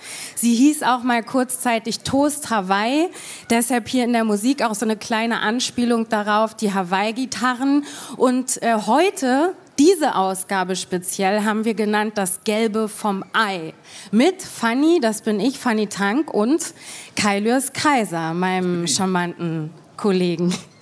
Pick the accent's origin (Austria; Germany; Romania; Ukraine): Germany; Hamburg; now in Berlin, Germany; Ich bin so lange in Berlin, aber ich bin irgendwie, ein Teil von mir ist doch in 25 Jahren da geblieben.